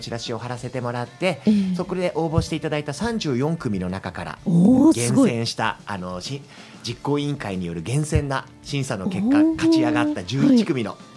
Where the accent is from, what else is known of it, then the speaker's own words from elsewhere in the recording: Koshigaya, Saitama, Japan; now in Kasukabe, Japan; もともと越谷出身なんですけど、今は春日部市民です